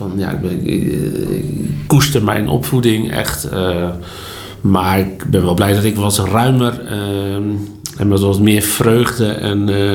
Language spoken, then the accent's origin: Dutch; Gouda, South Holland, Netherlands; Ik ben er geboren en getogen.